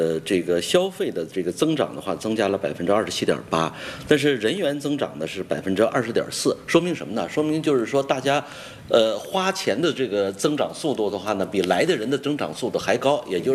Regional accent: China

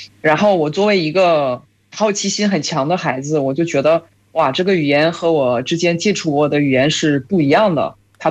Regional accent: France; Chinese is a second language; moved away

